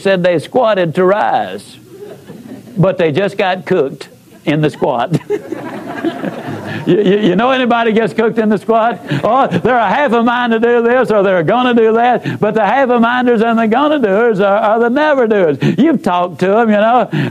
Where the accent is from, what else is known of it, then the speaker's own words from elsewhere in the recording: Yazoo City, Mississippi, United States; I was raised in Yazoo City, Mississippi. Now, I know a lot of people go around the country bragging about being from Yazoo City, but I really am.